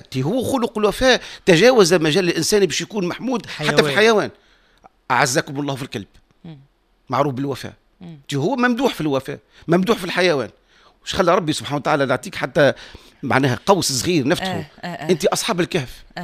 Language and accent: Arabic; Tunisia; أنا كمواطن تونسي مسلم